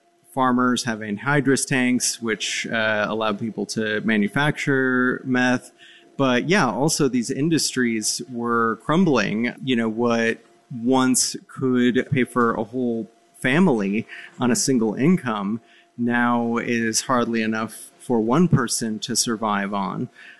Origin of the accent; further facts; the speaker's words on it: Mason City, Iowa, United States; my hometown has one of the largest rates of methamphetamine use in the state of Iowa